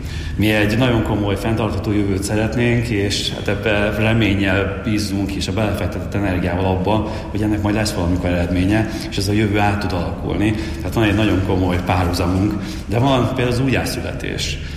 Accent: Miskolc, Borsod-Abaúj-Zemplén, Hungary; mi nagyon büszkék vagyunk arra, hogy miskolciként ezt tesszük

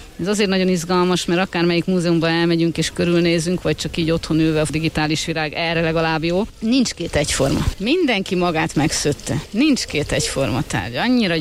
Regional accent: Somogy, Hungary; Hát ugye én somogyi vagyok, kicsit hazabeszélek

